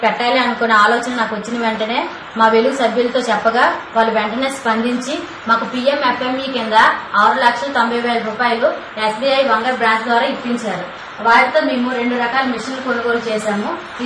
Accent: Koppala, Andhra Pradesh, India; మాది కొప్పల గ్రామం, వంగరం మండలం, విజయనగరం జిల్లా.

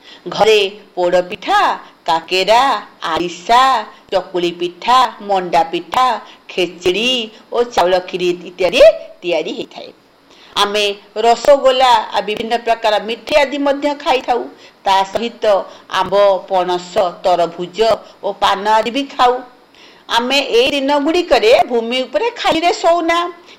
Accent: Berhampur, Odisha, India; ମୋତେ ଆଜି ଆମ ଓଡ଼ିଶାର ନିଆରା ପାରମ୍ପରିକ ପର୍ବ ରଜ

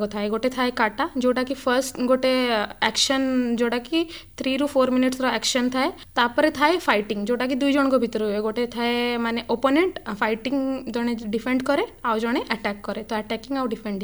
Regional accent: Rourkela, Odisha, India; ମୁଁ steel city ରାଉରକେଲାର, ମୁଁ ଗୋଟେ ଇଣ୍ଟରନ୍ୟାସନାଲ ମେଡାଲିଷ୍ଟ କରାଟେରେ।

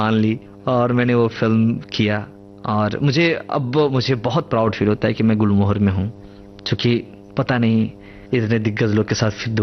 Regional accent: Bihar, India; मैंने कहा सर मैं तो बिहार से हूँ।

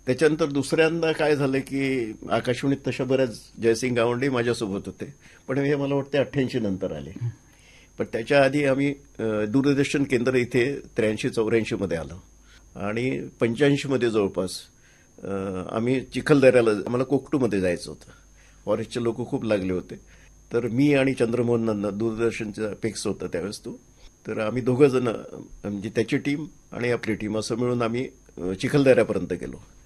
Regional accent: Pandhurna, Madhya Pradesh, India; moved away; माझं गाव पांढुर्णा असल्यामुळे

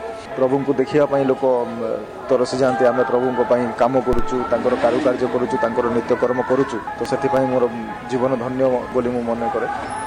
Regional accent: Bhawanipatna, Odisha, India; ମୋର ଘର ଭବାନୀପାଟଣା।

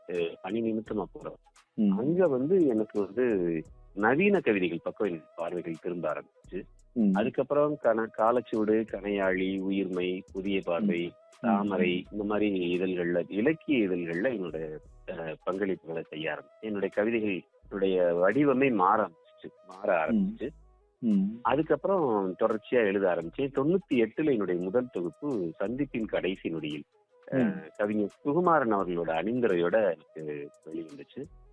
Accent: Pudukkottai, Tamil Nadu, India; ஆக்சுவலா நான் வந்து புதுக்கோட்டை தான் எனக்கு மெயின், அதாவது முழுக்க வந்து நான் புதுக்கோட்டை மாவட்டத்துக்கெல்லாம் வந்து நான் வளர்ந்தேன், படிச்சது எல்லாமே அங்கதான்.

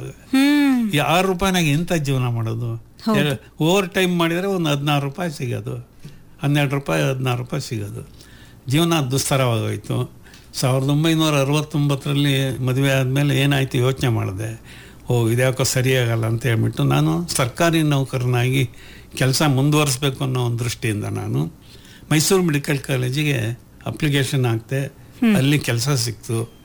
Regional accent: Alur, Karnataka, India; ನಮ್ಮೂರವರೇ, ಆಲೂರಿನವರೇ.

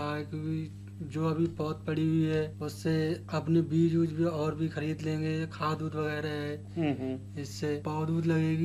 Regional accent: Bareilly district, Uttar Pradesh, India; मैं नवमा बीरान का रहने वाला हूँ, तहसील नवाबगंज, जिला बरेली।

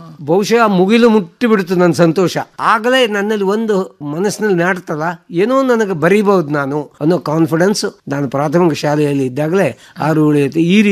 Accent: Sirsi, Karnataka, India; ನಾನು ಮೂಲತಃ ಉತ್ತರ ಕನ್ನಡ ಜಿಲ್ಲೆಯ ಶಿರಸಿಯ ಅಲ್ಲಿಯ ಶ್ರೀಕ್ಷೇತ್ರ ಮಂಜುಗುನಿಯವನು. ಬಹುಶಃ ನಾನು ಹುಟ್ಟಿದ ಮಲೆನಾಡಿನ ಪ್ರಭಾವವೇನೋ

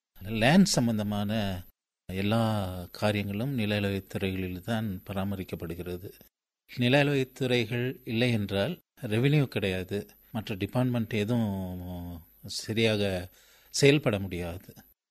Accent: India; born there; நான் லவுடைல் எனும் பகுதியில் வந்து 1957 பிறந்தேன். நான் ஒரு தலைமை ஆசிரியரின் மகன்.

